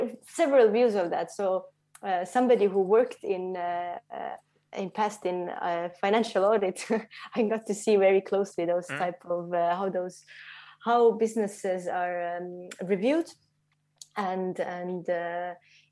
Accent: Tallinn, Harju County, Estonia; also born or lived in Sweden; So I grew up in Tallinn until age 9, and then I moved to, as mentioned earlier, I moved to Sweden for 2 years, became a teenager there, and came back to Estonia to live out all my teenager angst.

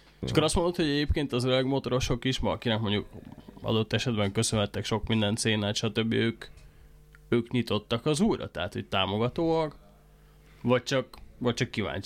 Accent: Győr, Győr-Moson-Sopron, Hungary; hogy én például Győrben nőttem föl, a negyedik, ötödik legnagyobb város, de 130 ezer fő

